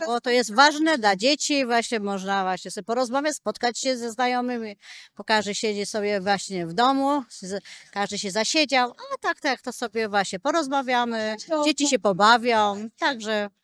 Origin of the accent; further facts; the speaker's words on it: Baruchowo, Kuyavian-Pomeranian Voivodeship, Poland; No Baruchowo. Jestem z Baruchowa.